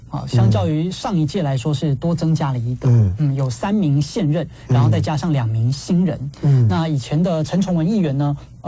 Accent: Taiwan; 我多认同中华民国是中国，也无损于我台湾人的认同。

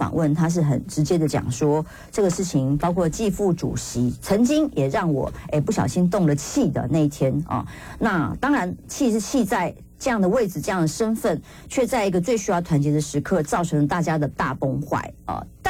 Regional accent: Taiwan

